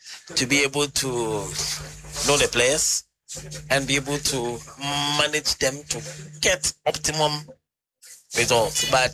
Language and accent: English; Ghana; I'm a Ghanaian, my prayer and my wish is to see Ghana triumph, Ghana win matches.